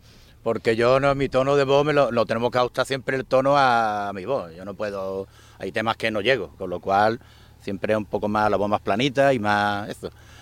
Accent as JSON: {"language": "Spanish", "town": "Puerto Real", "region": "Andalusia", "country": "Spain", "said": "yo soy de Puerto Real"}